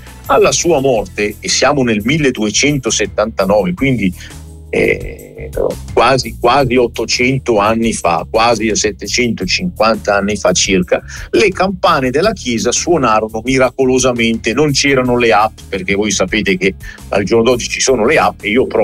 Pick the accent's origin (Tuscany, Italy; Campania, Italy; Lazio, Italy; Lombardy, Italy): Lombardy, Italy; Merate; pur essendo meratese, ambrosiano, brianzolo